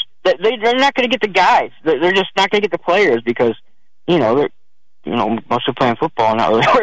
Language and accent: English; New York, United States; now in Alabama, United States; I was born in Alabama, grew up in Western New York. Mother's from there, father's from down here, right?